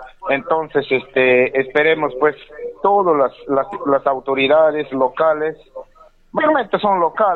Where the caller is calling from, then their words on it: Peru; en nuestro Centro Poblado Nueva Vida